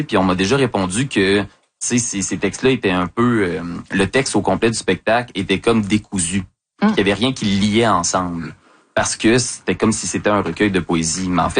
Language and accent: French; Lévis, Quebec, Canada; parce que c'est le premier endroit où j'ai travaillé à Québec après avoir passé toute mon enfance à Lévis